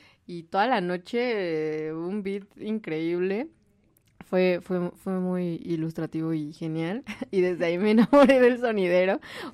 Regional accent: Tlalnepantla, State of Mexico, Mexico; Yo también soy del Estado de México, de Tlalnepantla.

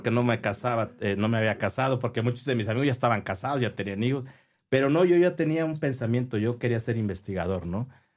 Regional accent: Mexico; Yo quería estar aquí en mi país.

